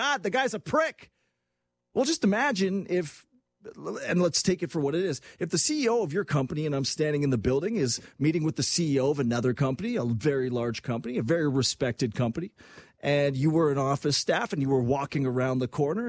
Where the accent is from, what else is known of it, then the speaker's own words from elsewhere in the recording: Quebec, Canada; growing up in Quebec meant to me